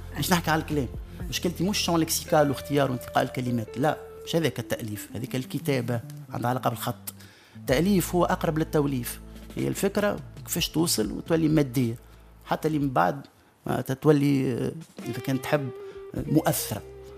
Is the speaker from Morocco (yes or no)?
no; Tunisia; accent: Tunisian dialect